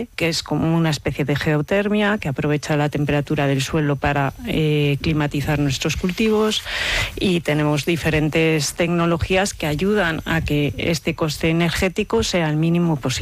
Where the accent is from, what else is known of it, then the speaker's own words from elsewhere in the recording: Valladolid, Castile and León, Spain; Soy de Valladolid